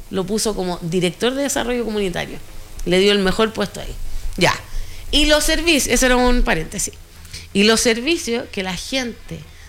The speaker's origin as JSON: {"language": "Spanish", "town": "Putaendo", "region": "Valparaíso", "country": "Chile", "said": "Como yo soy de aquí, de Putaendo, soy putaendina"}